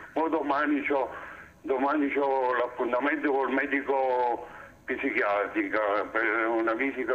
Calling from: Terzigno, Campania, Italy; Chiamo da Terzigno, Napoli.

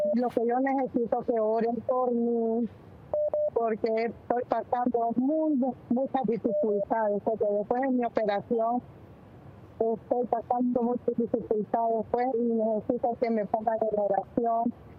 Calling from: Matagalpa, Nicaragua; De Matagalpa, Nicaragua.

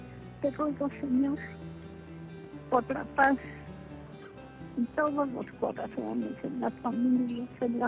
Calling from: Guadalajara, Jalisco, Mexico; De aquí, de Guadalajara.

